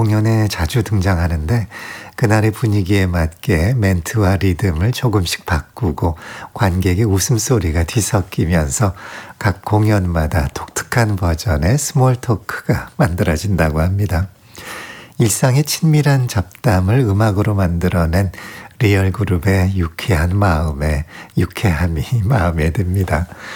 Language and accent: Korean; South Korea